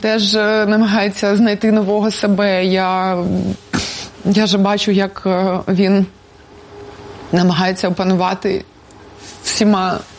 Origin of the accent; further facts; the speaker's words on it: Kharkiv, Kharkiv Oblast, Ukraine; звичайно. Я віце-королева Харкова 94.